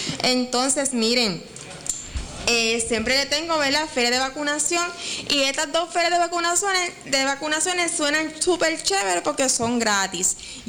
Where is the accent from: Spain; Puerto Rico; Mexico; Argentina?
Puerto Rico; Lajas; Y nos mudamos para mi pueblo, mi downtown, Lajas.